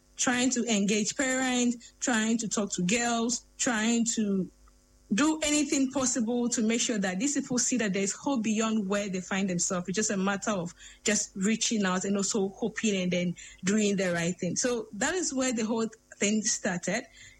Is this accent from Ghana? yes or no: yes; Obuasi, Ashanti, Ghana; also born or lived in Upper West Region; I grew up in Obuasi before I finally came to my hometown, Upper West.